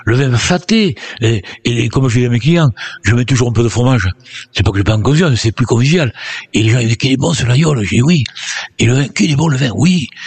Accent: Marcillac-Vallon, Occitanie, France; Chez nous, à Marcillac

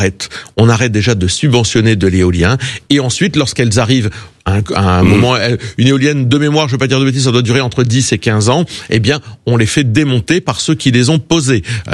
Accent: Hauts-de-France, France; born there; Je suis nordiste et picard de naissance

